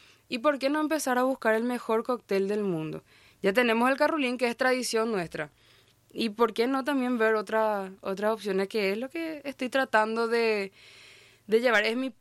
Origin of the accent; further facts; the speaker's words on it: Paraguay; now in Brazil; una caña paraguaya, que representaba mi tierra